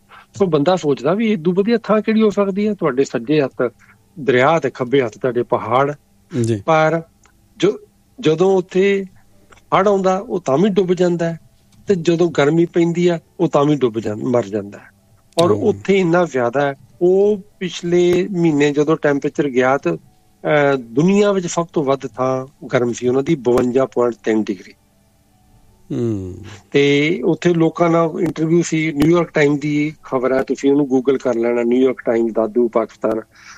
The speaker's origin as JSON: {"language": "Punjabi", "town": "Amritsar", "region": "Punjab", "country": "India", "tie": "born or raised there", "moved": "as an adult", "said": "ਮੈਂ ਵੀ ਉਸੇ ਤੇ ਜੰਮਿਆ ਪੜਿਆ, 22 ਸਾਲ ਤੱਕ ਮੈਂ ਉੱਥੇ ਰਿਹਾ"}